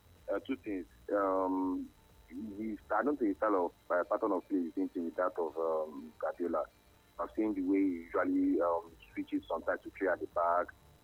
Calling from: Magodo, Lagos, Nigeria; I'm calling from Magodude.

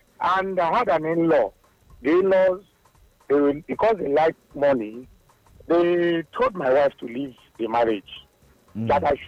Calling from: Lagos, Nigeria; I'm calling from Lagos.

